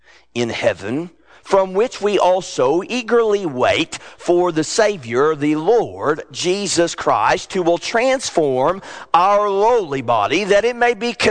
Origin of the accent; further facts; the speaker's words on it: United States